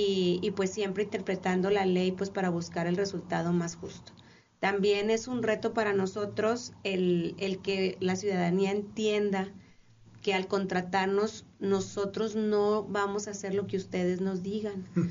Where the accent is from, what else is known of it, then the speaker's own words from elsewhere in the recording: Sabinas, Coahuila, Mexico; Yo soy originaria de Sabinas, no vengo a Nuevo León, soy originaria de Sabinas, Coahuila.